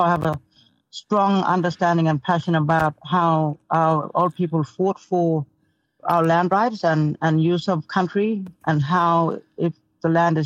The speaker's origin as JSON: {"language": "English", "town": "One Arm Point", "region": "Western Australia", "country": "Australia", "tie": "born or raised there", "moved": "yes", "lives_now": "Derby, Australia", "said": "I live here in Derby, and I have a strong connection here in Derby, but I was raised in Wanam Point community, so that's my home. I consider that being home."}